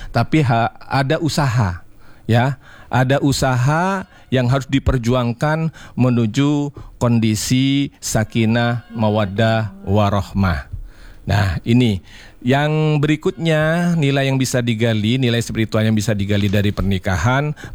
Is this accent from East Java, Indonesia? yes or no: yes; Madura, East Java, Indonesia; saya juga orang Madura ini agak repotan juga memahami.